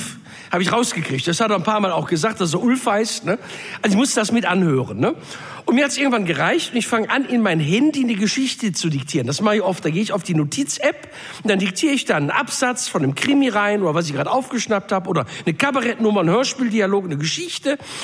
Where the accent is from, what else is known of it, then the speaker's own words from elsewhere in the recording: North Rhine-Westphalia, Germany; Bei uns im Pott sagst du Hiopai zu sowas.